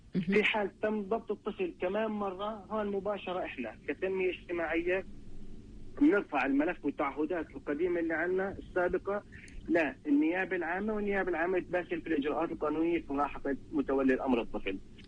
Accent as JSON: {"language": "Arabic", "country": "Palestine", "said": "واحنا مجتمع فلسطيني بالذات مجتمع معطاء، مجتمع بناء، دائما احنا بنبني بنطور اي مكان احنا بنكون فيه كمجتمع فلسطيني"}